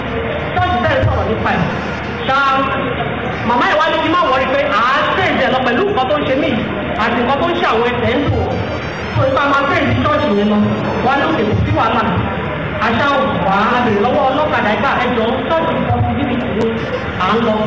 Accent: Agbara, Ogun, Nigeria; mo wá láti Àgbárá

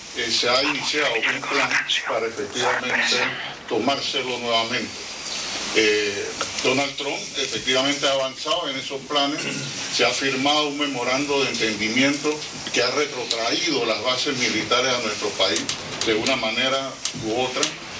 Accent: Panama; nuestro país

